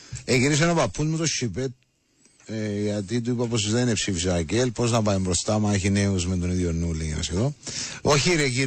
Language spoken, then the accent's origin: Greek; Akaki, Nicosia District, Cyprus; από τα Ακάκιν και ψήφισα Λήφη Δίαν.